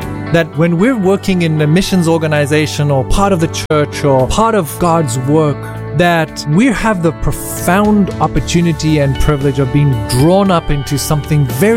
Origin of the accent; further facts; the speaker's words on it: South Africa; I grew up in South Africa and had the opportunity to go to school with missionary kids whose parents were serving in various places in Africa.